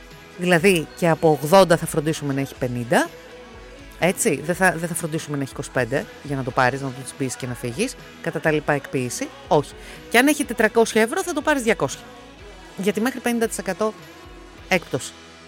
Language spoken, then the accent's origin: Greek; Platanos, Peloponnese, Greece; κατάγομαι από τον Πλάτανο Κινουρίας.